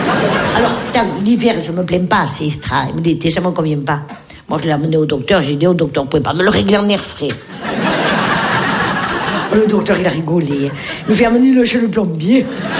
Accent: Nice, Provence-Alpes-Côte d'Azur, France

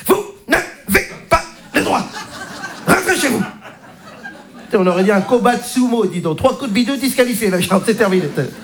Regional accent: Belgium; also born or lived in Democratic Republic of the Congo; Oui, madame, c'est vrai que je ne suis pas belge depuis le début. Bon, je vous explique. Je suis né zaïrois.

